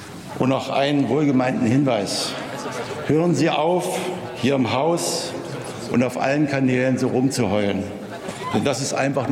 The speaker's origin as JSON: {"language": "German", "region": "Saxony-Anhalt", "country": "Germany", "said": "Ich komme aus Sachsen-Anhalt"}